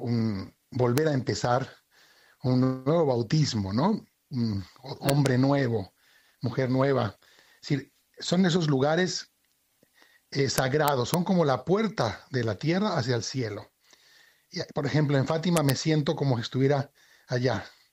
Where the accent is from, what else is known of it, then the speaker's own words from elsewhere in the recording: Spain; now in Mérida, Mexico; Yo soy español, aunque vivo aquí en México.